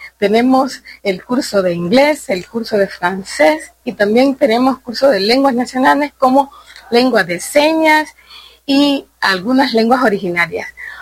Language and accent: Spanish; Honduras; es una buena oportunidad que tenemos como hondureños de aprender una segunda lengua